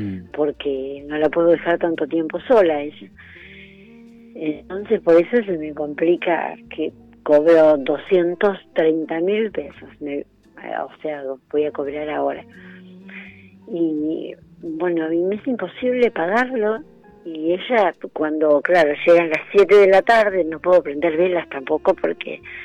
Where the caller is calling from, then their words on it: San Miguel, Buenos Aires Province, Argentina; yo soy de San Miguel.